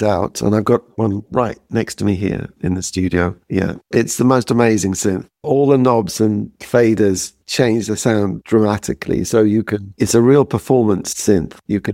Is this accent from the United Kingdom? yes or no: yes; High Wycombe, South East England, United Kingdom; He came out to see me in my hometown at the time, High Wycombe